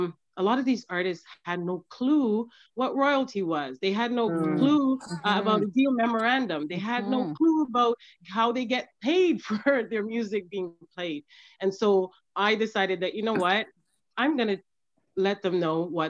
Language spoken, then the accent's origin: English; St. Vincent & Grenadines; also born or lived in Jamaica; from St. Vincent and the Grenadines.